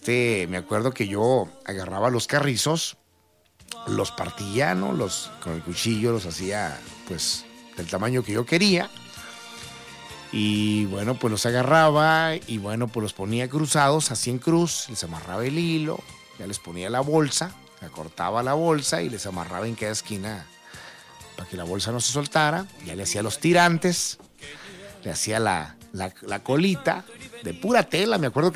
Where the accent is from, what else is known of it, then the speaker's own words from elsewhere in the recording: Navojoa, Sonora, Mexico; moved away; allá en mi tierra, en Navojoa, Sonora